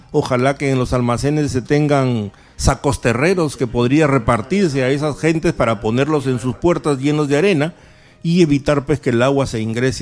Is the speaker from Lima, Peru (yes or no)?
no; Lambayeque, Peru; moved away as an adult; yo regreso a mi tierra, yo soy lambayecano neto, pero he estado casi 30 años recorriendo todo el Perú y creo que ya es hora de llegar a mi tierra